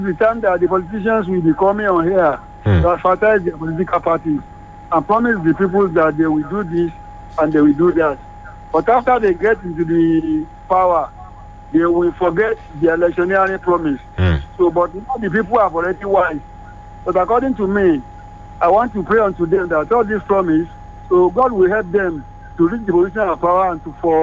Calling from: Ilorin, Kwara, Nigeria; …, calling from Itakuri, Ilorin.

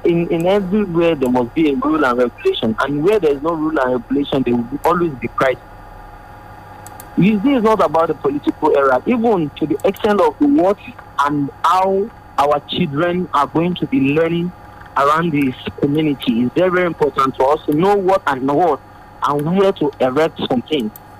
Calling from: Nigeria; from Sakalore.

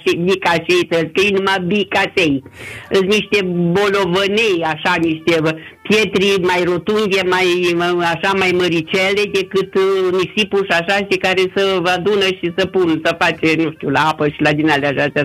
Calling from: Cluj County, Romania

